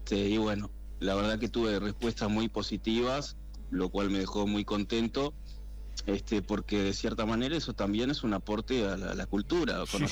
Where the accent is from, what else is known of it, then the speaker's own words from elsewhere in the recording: Rivera, Uruguay; yo soy del interior, soy de Rivera, y entonces esta temática de lo rural también de cierta manera me interpela